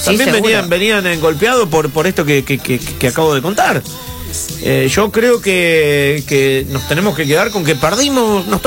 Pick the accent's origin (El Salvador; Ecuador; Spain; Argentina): Argentina; nosotros como argentinos.